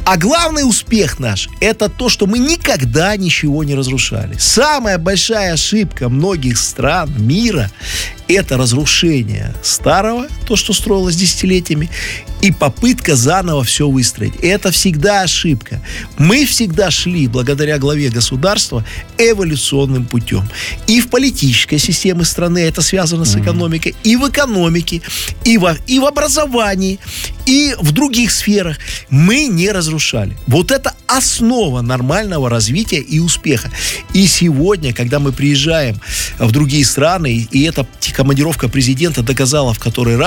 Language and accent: Russian; Belarus; Мы белорусы, мы гордая нация, просто скромная очень.